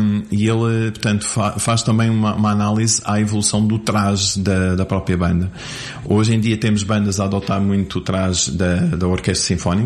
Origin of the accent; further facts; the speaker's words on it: Rocio, Portugal; born there; Portanto, eu nasci no Rocio, em casa dos meus avós.